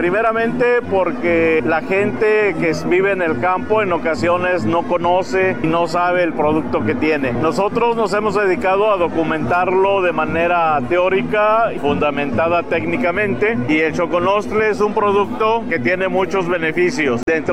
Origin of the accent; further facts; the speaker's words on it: Mixquiahuala, Hidalgo, Mexico; Venimos del municipio de Mezquiahuala, Hidalgo.